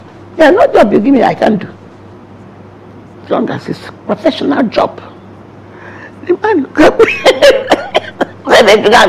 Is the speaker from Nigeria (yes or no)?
yes; Nigeria; moved away; I'm from Nigeria